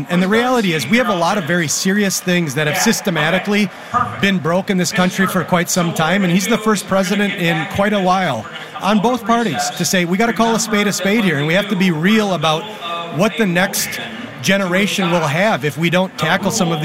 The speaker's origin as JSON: {"language": "English", "region": "Minnesota", "country": "United States", "said": "we as common sense Minnesotans"}